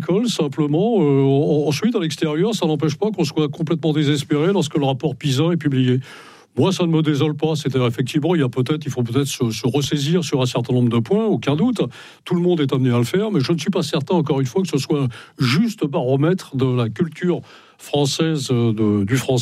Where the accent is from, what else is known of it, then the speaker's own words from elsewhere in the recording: Brittany, France; Mais bien sûr, c'est pas parce que je suis breton que je ne fais pas partie.